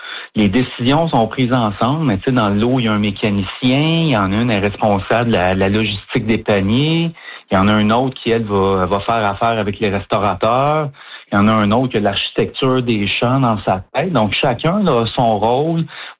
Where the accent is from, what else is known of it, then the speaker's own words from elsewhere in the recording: Saint-Élie-de-Caxton, Quebec, Canada; Moi, je viens de Saint-Élie-de-Caxton.